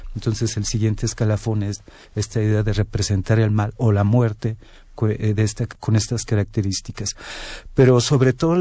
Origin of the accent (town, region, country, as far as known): Acapulco, Guerrero, Mexico